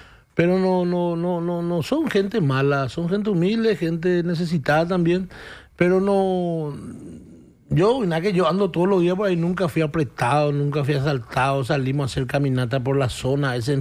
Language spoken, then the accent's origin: Spanish; Fernando de la Mora, Central, Paraguay; born there